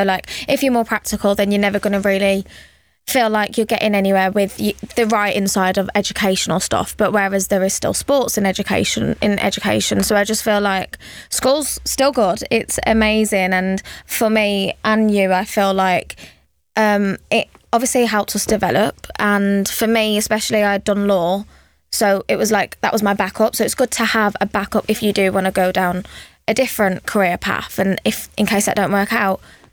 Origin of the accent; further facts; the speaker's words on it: Wolverhampton, West Midlands, United Kingdom; So Wolverhampton, I love. It's always going to be my hometown, as much as my mum don't really like the idea of that, you know. But I love it.